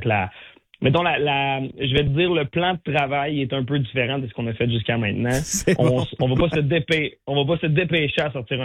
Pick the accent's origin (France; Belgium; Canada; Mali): Canada; Tu sais, on est des Canadiens français, pis on est fiers de l'être.